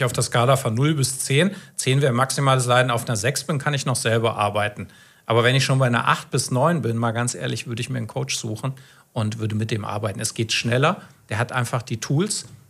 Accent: Kassel, Hesse, Germany; Ich bin gebürtig aus Kassel

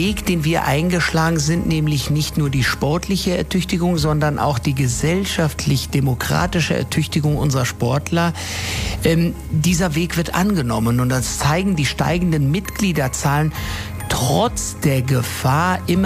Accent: Frankfurt, Hesse, Germany; darauf bin ich besonders stolz als Frankfurter.

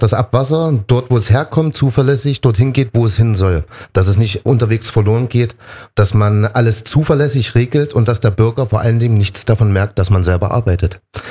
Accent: Thuringia, Germany; moved away as an adult; now in Potsdam, Germany; ich komme ja ursprünglich aus Thüringen und dort habe ich auch schon in dem Bereich gearbeitet.

